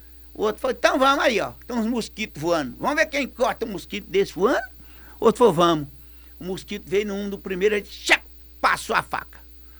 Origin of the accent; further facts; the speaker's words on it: Bahia, Brazil; moved away; na Bahia, eu sou baiano, eu vou lá de vez em quando